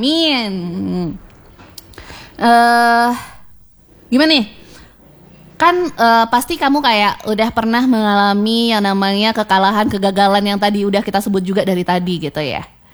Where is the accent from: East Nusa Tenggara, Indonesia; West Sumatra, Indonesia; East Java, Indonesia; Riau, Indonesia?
West Sumatra, Indonesia; Ingat aja kita sebagai orang Minang aja itu punya katonan ampe gitu kan.